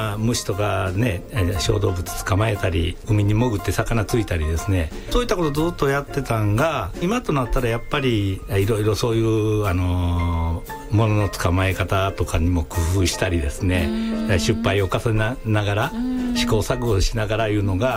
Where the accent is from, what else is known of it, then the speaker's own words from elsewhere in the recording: Osaka, Japan; born there; 僕大阪で生まれてるんですけれども、はい、両親が淡路島の海辺の出身なんですね。